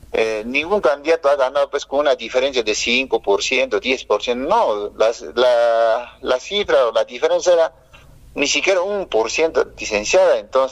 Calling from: Apurímac, Peru

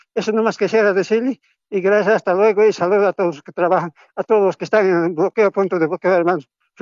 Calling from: San Benito, Cochabamba, Bolivia; desde San Benito, Valle Alto.

